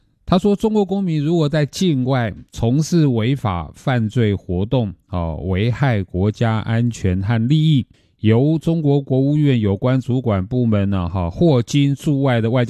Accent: Taiwan; 我们台湾人知道

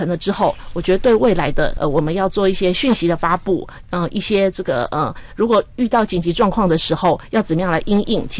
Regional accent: Taiwan

